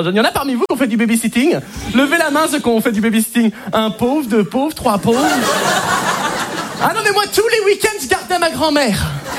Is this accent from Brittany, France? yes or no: no; Hauts-de-France, France; chez moi dans le Nord, c'est une tradition